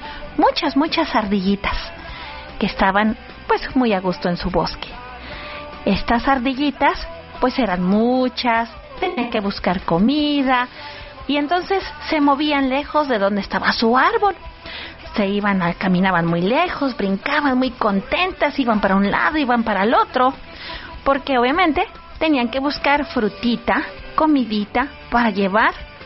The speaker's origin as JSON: {"language": "Spanish", "country": "Mexico", "said": "Exactamente, pero todos somos mexicanos."}